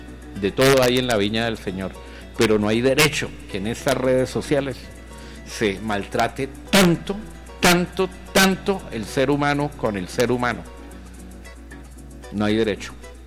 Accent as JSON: {"language": "Spanish", "country": "Colombia", "said": "somos seres humanos, somos colombianos, somos gente digna."}